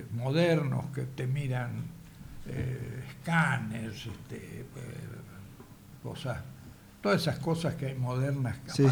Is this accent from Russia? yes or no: no; Córdoba, Argentina; born there